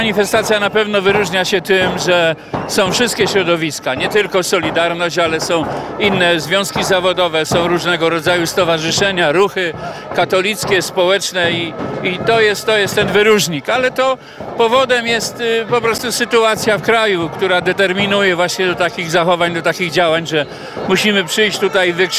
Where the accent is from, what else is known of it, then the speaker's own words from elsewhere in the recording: Subcarpathian Voivodeship, Poland; Ja pochodzę z Bieszczadów, więc tutaj mógłbym dużo mówić na temat sytuacji, jaka jest teraz z wilkami, z niedźwiedziami.